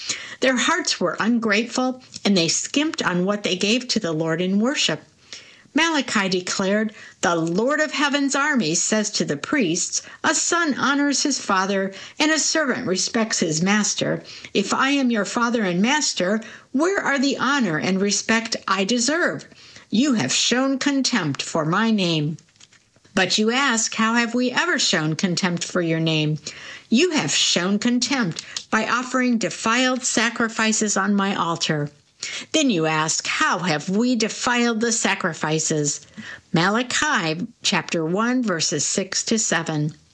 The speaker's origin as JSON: {"language": "English", "country": "India", "tie": "born or raised there", "lives_now": "United States", "said": "we'd take our oath of allegiance and become American citizens, something I dreamed of ever since I was growing up in India."}